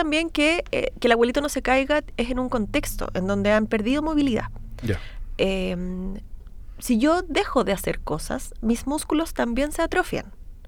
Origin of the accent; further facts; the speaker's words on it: Santiago, Santiago Metropolitan Region, Chile; Yo habito mucho el centro de Santiago. A mí me gusta mucho Santiago. Yo soy una santiaguina que le gusta Santiago.